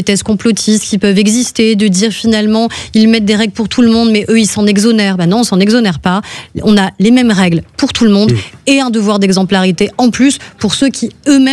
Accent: France; parce que justement on s'y reconnaît en tant que Français.

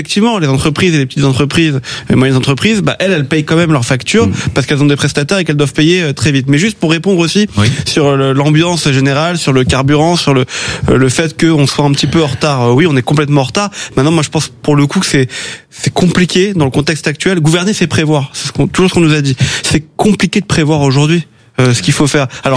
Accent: Auvergne-Rhône-Alpes, France; je suis originaire de Haute-Savoie. J'habite juste à côté de l'autoroute Blanche, donc c'est l'autoroute avec les camions qui passent sous le tunnel du Mont-Blanc.

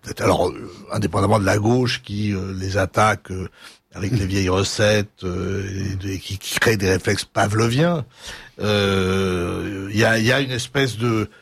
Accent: Brittany, France; C'est pas parce que je suis breton que je vous dis ça

